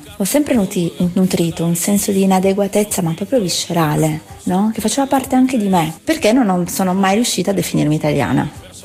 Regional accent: Turin, Piedmont, Italy; mia mamma è italiana, sono nata e cresciuta qui, ovvio che parlo italiano

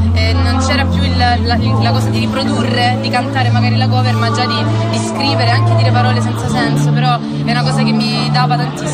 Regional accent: Lecce, Apulia, Italy; a Lecce, perché diciamo, è la mia città natale

